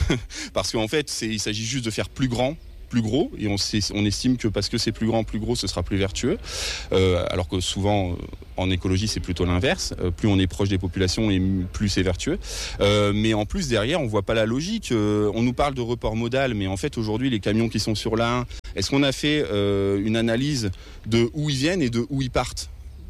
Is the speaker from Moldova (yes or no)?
no; Oisy-le-Verger, Hauts-de-France, France; also born or lived in Douai; Moi, je suis né ici, enfin, je suis pas né ici, je suis né à Douai, mais j'ai fait de 6 ans à 22 ans Oisil-Verger, j'ai habité ici, donc je connais bien, c'est ma coin, comme on dit.